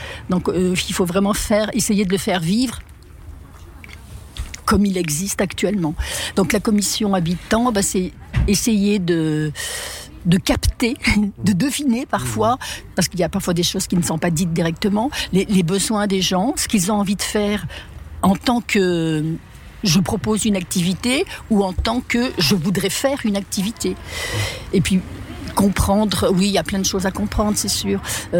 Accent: Auvergne-Rhône-Alpes, France; also born or lived in Vinay; now in Saint-Marcellin, France; Je suis sur Saint-Marcelin depuis peu de temps, mais je suis une fausse nouvelle parce que je suis quand même du coin. Je suis née à Vinet et j'ai grandi à l'Albinc.

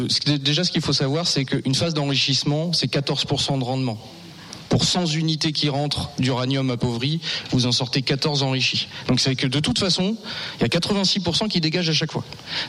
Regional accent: La Hague, Normandy, France; chez nous dans la Hague

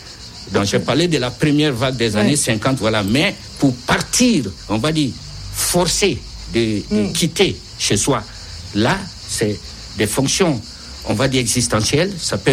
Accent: Mali; C'est que moi, je suis malien.

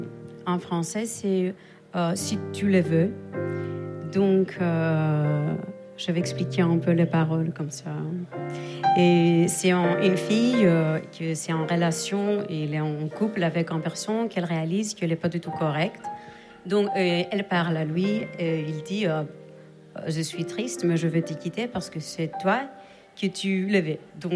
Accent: Greece; first language Greek; French is a second language; moved away; J'imagine que vous avez déjà réalisé concernant ma prononciation. Je viens de la Grèce.

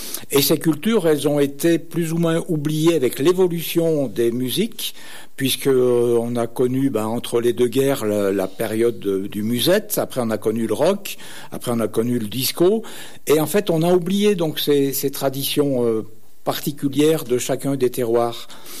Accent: Auvergne-Rhône-Alpes, France; chez nous, en Dauphiné

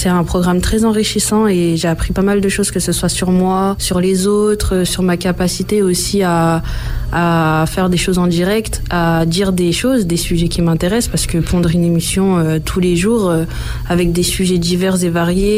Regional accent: Grenoble, Auvergne-Rhône-Alpes, France; j'ai 23 ans, je suis d'originaire de Grenoble.

